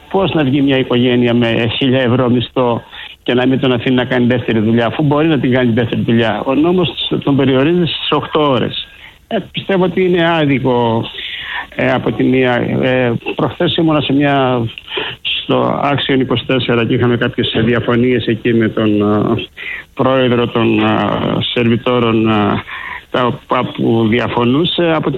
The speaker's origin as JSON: {"language": "Greek", "country": "Greece", "said": "εμείς σαν Έλληνες έχουμε μάθει να παραπονιόμαστε"}